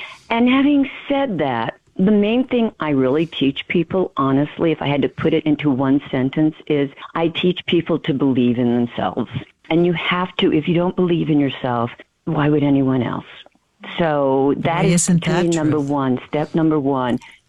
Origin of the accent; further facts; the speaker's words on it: Texas, United States; we're actually from Texas. I still live in Texas, and I coach acting here